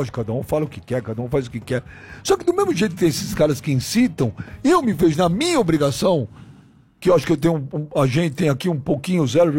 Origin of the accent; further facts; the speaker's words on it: Brazil; born there; Gente, eu nasci no Brasil